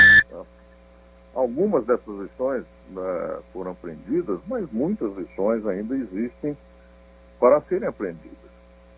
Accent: Batatais, São Paulo, Brazil; moved away; also born or lived in Ribeirão Preto; Não sou de Ribeirão, sou de Batatais, mas toda a minha vida profissional foi feita em Ribeirão Preto.

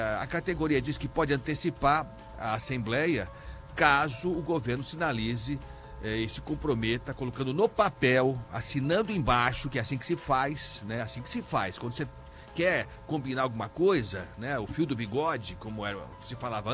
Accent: São Paulo, Brazil; quem está pagando o preço somos nós, paulistas e paulistanos, e quem vem para São Paulo para fazer negócios

